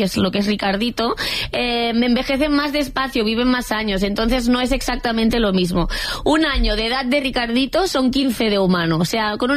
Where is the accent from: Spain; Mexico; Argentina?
Spain; Catalonia; agua porque soy catalana, ¿vale?